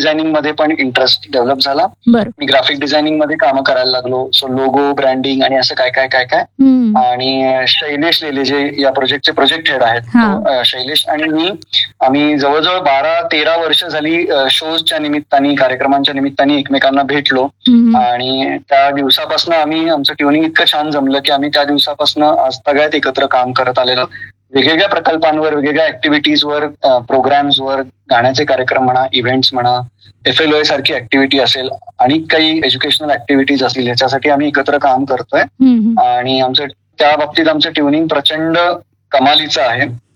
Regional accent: Pune, Maharashtra, India; also born or lived in Nashik; माझा जन्म नाशिकचा आहे, अशोक स्तंभावरचा। माझी आई नाशिकची आहे आणि माझा जन्म नाशिकचा आहे, पण मी वाढलो संपूर्ण पुण्यात, माझं शालेय शिक्षण कॉलेज सगळं पुण्यात झालं

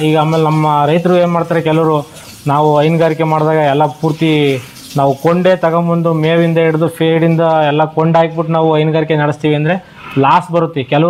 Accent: Tumakuru district, Karnataka, India; moved away as an adult; also born or lived in Bengaluru; ದೊಡ್ಡಗರಾಟ ಗ್ರಾಮ, ತುರುವೇಕೆರೆ ತಾಲೂಕು, ತುಮಕೂರು ಜಿಲ್ಲೆ. ನಾನು ಮೂಲತಃ ಕೃಷಿಕ ಕುಟುಂಬದವನೇ. ನಾನು ಬೆಂಗಳೂರಲ್ಲಿ 19 ವರ್ಷ ಜೀವನ ಮಾಡಿದೆ. ಹಳ್ಳಿಗೆ ಬಂದು ಸೇರ್ಕೊಂಡ್ವಿ.

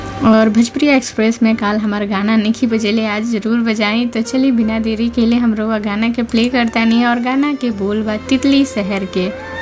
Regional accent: Chhotka Sakh, Bihar, India; now in Kathmandu, Nepal; मेरा गांव छोटका साख है रामदास का रहने वाला हूं, और उसका गांव जिला गोपालगंज बिहार, और अभी हम काठमांडू नेपाल से जुड़े हुए हैं

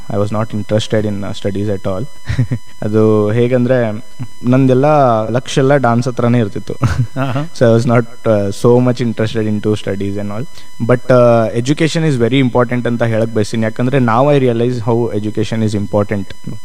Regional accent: Belagavi, Karnataka, India; So childhood ಎಲ್ಲ ನಂದು ಬೆಳಗಾಂಲ್ಲೇ, ಹುಟ್ಟಿದ್ದು ಇಲ್ಲೇ ಬೆಳಗಾಂಲ್ಲೇ ನಾನು, ಶೇಖ್ ಹಾಸ್ಪಿಟಲ್ ಅಲ್ಲಿ.

